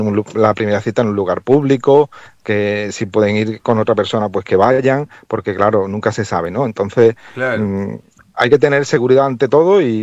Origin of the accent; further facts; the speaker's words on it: Cádiz, Andalusia, Spain; soy de Cádiz